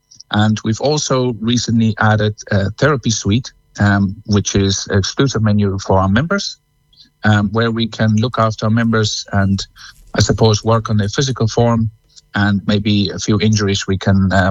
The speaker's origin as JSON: {"language": "English", "country": "South Africa", "moved": "yes", "lives_now": "Cong, Ireland", "said": "I'm originally from South Africa"}